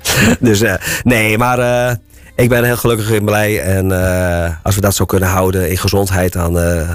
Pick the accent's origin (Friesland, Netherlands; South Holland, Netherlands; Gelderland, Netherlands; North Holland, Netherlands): Friesland, Netherlands; ik ben een Friese